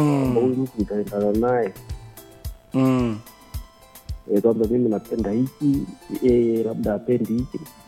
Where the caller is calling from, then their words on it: Mufindi District, Iringa, Tanzania; kule kwetu wilaya Mfindi